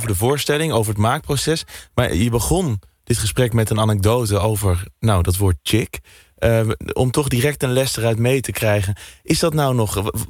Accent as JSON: {"language": "Dutch", "region": "Randstad", "country": "Netherlands", "said": "want ik kom van de Randstad."}